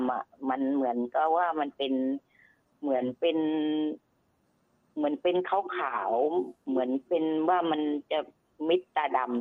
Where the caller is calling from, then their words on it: Bangkok, Thailand; ป้าอยู่ที่กรุงเทพนี่แหละลูก